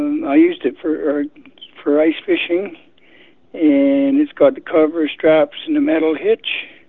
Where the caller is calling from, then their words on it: Portage la Prairie, Manitoba, Canada; I'm calling from Portage.